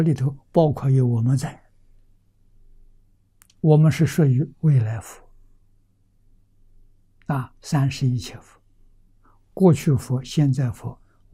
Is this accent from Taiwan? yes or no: no; China; 我们中国人习惯讲总纲领、总原则